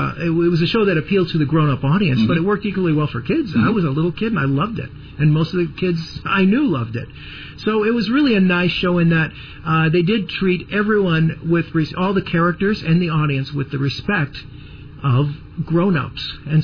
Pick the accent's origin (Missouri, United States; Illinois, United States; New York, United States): Illinois, United States; Chicago; I grew up in Chicago, and the show was never off the air.